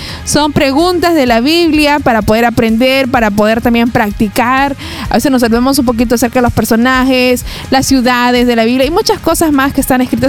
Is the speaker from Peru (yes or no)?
yes; Peru